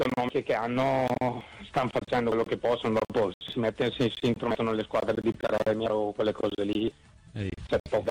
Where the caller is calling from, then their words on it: Bergamo, Lombardy, Italy; sono di Bergamo